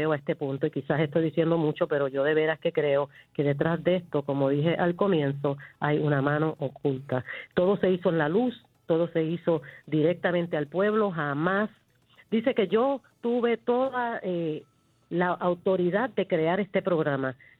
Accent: Puerto Rico; como hispanos, como puertorriqueños

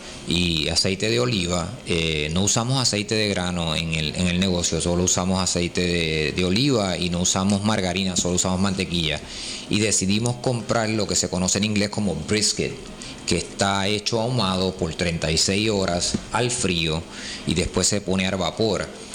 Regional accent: San Sebastián, Puerto Rico; cuando yo crecí en San Sebastián

